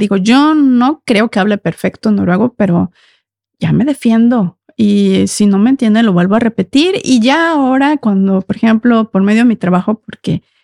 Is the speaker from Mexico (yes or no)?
yes; Mexico; mi idioma es el español. Si me escuchan acento, soy mexicana